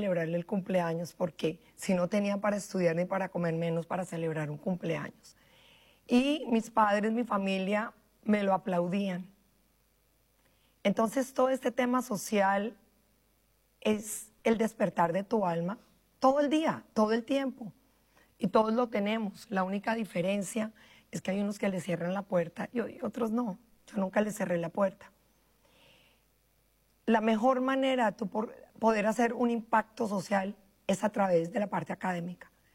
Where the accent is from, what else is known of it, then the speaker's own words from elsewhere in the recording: Colombia; born there; also born or lived in Cartagena, Colombia; nacida en Colombia, vivo en Bogotá.